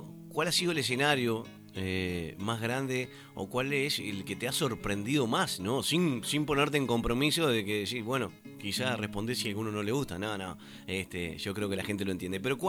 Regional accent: Nueva Helvecia, Colonia, Uruguay; en cada lugar donde van somos de Nueva Helvecia, venimos de Nueva Helvecia.

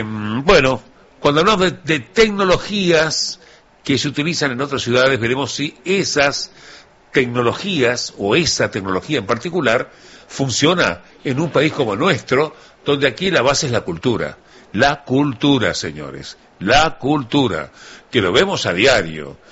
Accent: Uruguay

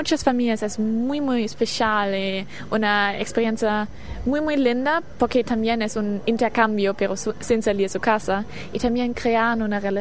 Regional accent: Heidelberg, Baden-Württemberg, Germany; Spanish is a second language; moved away as an adult; now in Uruguay; Soy de Alemania del Sur, de una ciudad que se llama Heidelberg. Es cerca una hora sur de Frankfurt.

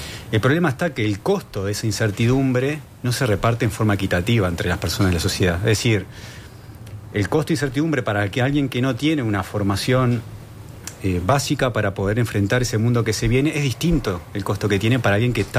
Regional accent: Uruguay; está impreso en nuestro ADN como uruguayos

